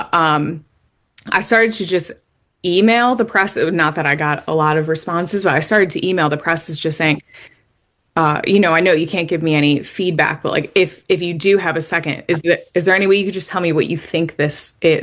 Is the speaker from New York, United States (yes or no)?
no; Illinois, United States; born or raised there